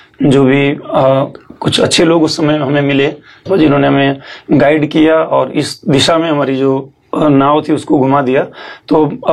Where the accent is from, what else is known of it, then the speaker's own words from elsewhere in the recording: Mandi, Himachal Pradesh, India; Sir, basically मैं हिमाचल प्रदेश के मंडी जिले का रहने वाला हूँ और मेरी जो विद्यालय शिक्षा है वहीं से हुई।